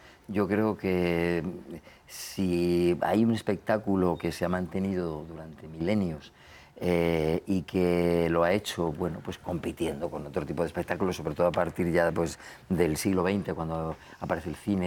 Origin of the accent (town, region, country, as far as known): Logroño, La Rioja, Spain